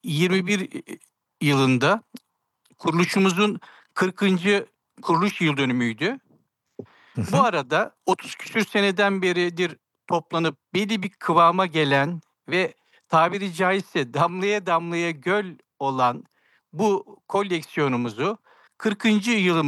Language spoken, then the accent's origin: Turkish; Posof, Ardahan Province, Turkey; Çünkü biz o vakitler biz Posofluyuz. İşte Gürcistan sınırındayız.